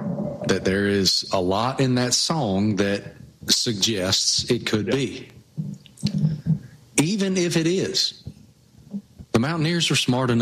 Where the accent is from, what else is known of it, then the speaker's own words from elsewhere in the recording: Virginia, United States; I say, "I grew up in Southwest Virginia," and they go, "Oh," and I'm like, "No, hold on. I grew up in Southwest Virginia, not West Virginia. I grew up 12 miles from the West Virginia line